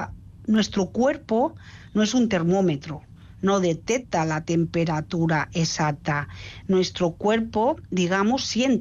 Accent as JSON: {"language": "Spanish", "region": "Balearic Islands", "country": "Spain", "said": "yo vivo, que soy mallorquina, que aquí con la humedad"}